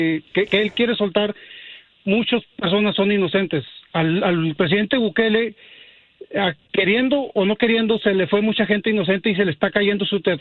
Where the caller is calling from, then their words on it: Mexico; yo soy mexicano, pero mi esposa es del Salvador.